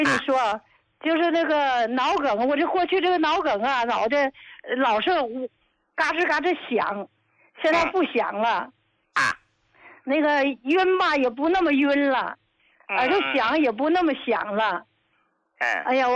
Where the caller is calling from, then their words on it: Qinhuangdao, Hebei, China; 我是秦皇岛的。